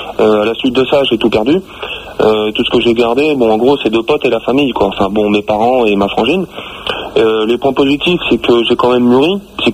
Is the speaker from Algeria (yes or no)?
no; Chelles, Île-de-France, France; Moi je suis de Chelles, donc c'est n'est pas.